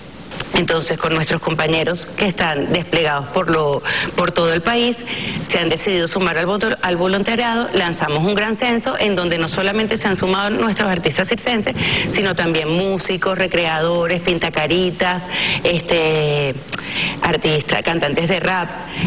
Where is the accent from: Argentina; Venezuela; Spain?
Venezuela; que nos ocurrió como venezolanos, nos ha abatido a todos